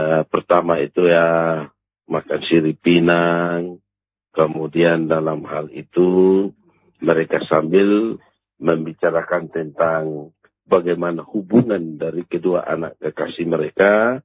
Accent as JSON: {"language": "Indonesian", "town": "Tunbaun", "region": "East Nusa Tenggara", "country": "Indonesia", "tie": "born or raised there", "said": "Posisi saya sementara di kampung saya di Desa Tunbaun."}